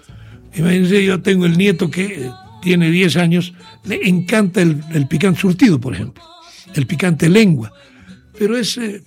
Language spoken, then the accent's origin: Spanish; Tarija, Bolivia; moved away; la felicidad que teníamos allá en Tarija